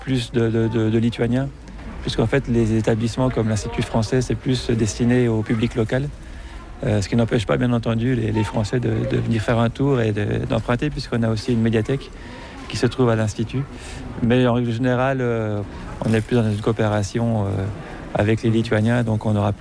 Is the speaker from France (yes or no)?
yes; France; Oui, je suis français, oui, bonjour.